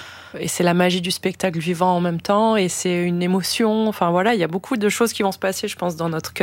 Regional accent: France; Et puis quand même, je suis française, donc ça représente aussi quelque chose, c'est une fête nationale.

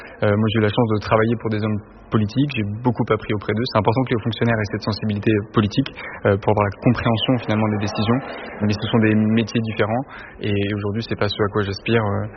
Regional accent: Saint-Claude-de-Diray, Centre-Val de Loire, France; elle est née dans ma commune, c'est là où j'ai grandi.

